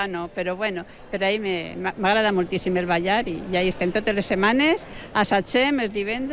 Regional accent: Valencia, Valencian Community, Spain; moved away as an adult; now in Alicante, Spain; jo soc de València capital

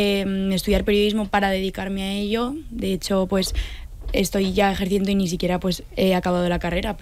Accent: Community of Madrid, Spain; Bueno, yo he crecido toda la vida viendo Castilla-La Mancha Media. Yo soy

